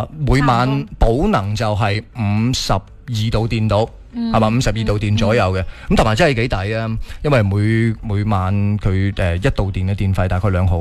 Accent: Foshan, Guangdong, China; 我话我系佛山嘅、嗯。哦，嗱，我咧就喺佛山工作嘅，我系福建人嚟嘅

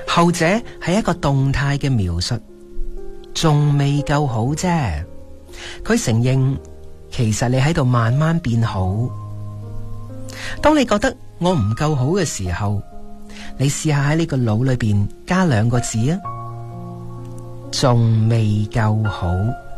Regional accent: Guangdong, China; 我们广东人

